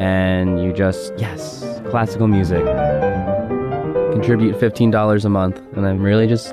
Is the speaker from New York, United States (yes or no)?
yes; Guilderland, New York, United States; from Guildeland, New York.